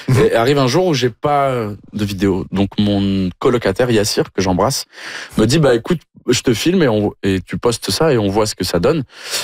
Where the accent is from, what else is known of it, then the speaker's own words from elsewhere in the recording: Toulouse, Occitanie, France; moved away as an adult; Moi, je viens du sud-ouest de la France et je faisais beaucoup de rugby.